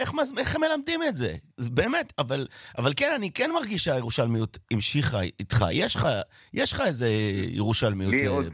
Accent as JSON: {"language": "Hebrew", "town": "Sderot", "region": "Southern District", "country": "Israel", "moved": "yes", "lives_now": "Tel Aviv, Israel", "said": "אני עזבתי את שדרות ב-89, כן? ואני בתל אביב מאז, ואני מאוד מזוהה עם שדרות."}